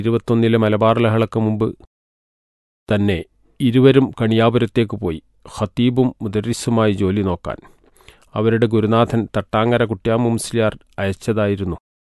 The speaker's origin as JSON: {"language": "Malayalam", "town": "Veliyankode", "region": "Kerala", "country": "India", "tie": "born or raised there", "said": "വെളിയങ്കോട് ജനിച്ചു വളർന്ന് അവിടെ തന്നെ പഠനം നടത്തിയിരുന്ന ഞാൻ 60 വർഷം മുമ്പ് കേരളത്തിൻ്റെ തെക്കേയറ്റത്ത് ഒരു പ്രസംഗകനായി എത്തിയതെങ്ങനെ എന്ന് ചിലരെങ്കിലും ആലോചിക്കാൻ വകയുണ്ട്."}